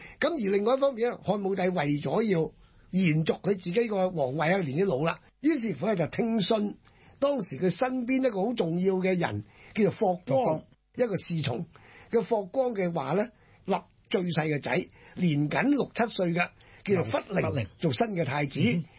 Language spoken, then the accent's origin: Cantonese; Guangdong, China; 我哋广东人都成日讲噶